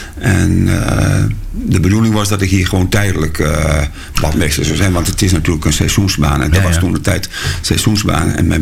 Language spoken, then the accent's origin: Dutch; Hardenberg, Overijssel, Netherlands; Ik kom uit Hardenberg en wij zwommen vaak in de Vecht en ja, in de Raderwijkerbeek.